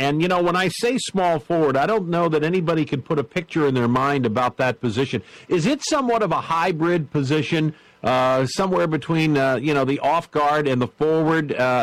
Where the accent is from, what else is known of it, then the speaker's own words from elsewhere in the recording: Washington, District of Columbia, United States; born there; I was born in Washington, D.C., so I'm very, very familiar with both Coach Morgan Wooten and also DeMatha the Catholic High School in Maryland